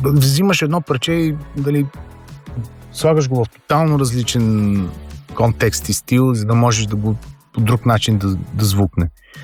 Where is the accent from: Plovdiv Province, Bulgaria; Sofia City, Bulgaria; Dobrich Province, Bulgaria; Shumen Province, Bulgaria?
Plovdiv Province, Bulgaria; Plovdiv; born there; аз съм роден в Пловдив